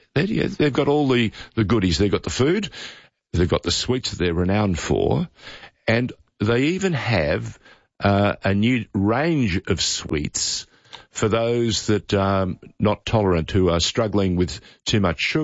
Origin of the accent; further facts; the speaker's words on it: Sydney, New South Wales, Australia; I can't get over the fact that I'm a Sydney-born boy. Grew up in Australia.